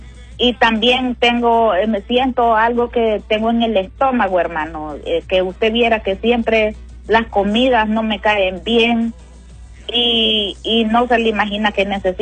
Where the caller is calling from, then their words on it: Olanchito, Yoro, Honduras; de aquí de Olanchito, hermano.